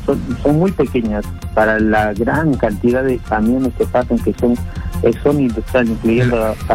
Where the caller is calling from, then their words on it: Naples, Campania, Italy; llamo de Nápoles, Italia.